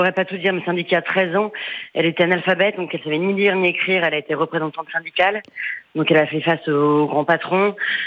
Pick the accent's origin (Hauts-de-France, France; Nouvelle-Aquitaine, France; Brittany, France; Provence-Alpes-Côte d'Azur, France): Hauts-de-France, France; je le fais avec l'accent, parce que moi aussi je suis du Nord.